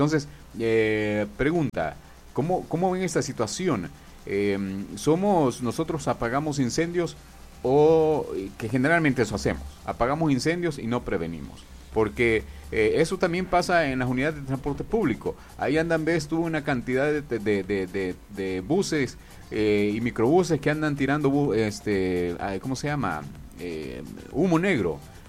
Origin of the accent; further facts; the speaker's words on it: El Salvador; Siempre, no sé por qué, pero como salvadoreños tenemos esa situación que somos, apagamos incendios y no los prevenimos.